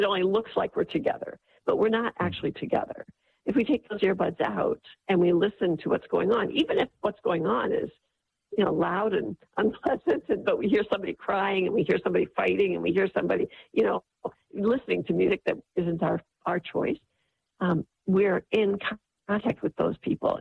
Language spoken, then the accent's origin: English; Midwest, United States; Especially I grew up in the Midwest, you know, that wasn't like a normal thing to do.